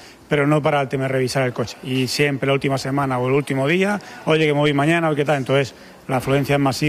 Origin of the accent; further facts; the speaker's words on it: Spain; Lógicamente somos españoles y nos acordamos el último día o la última semana de salir de vacaciones.